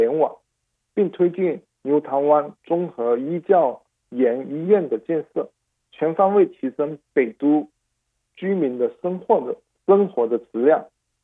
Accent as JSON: {"language": "Chinese", "country": "Hong Kong", "said": "我现在对外说我都是大湾区人，我没有说我是香港人啊。"}